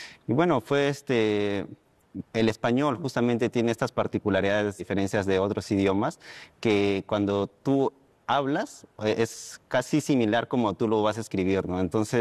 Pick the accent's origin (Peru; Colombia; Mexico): Peru